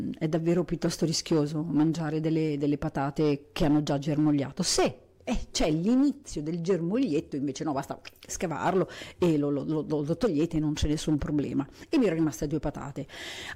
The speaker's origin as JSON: {"language": "Italian", "region": "northern Italy", "country": "Italy", "said": "anch'io che sono una polentona"}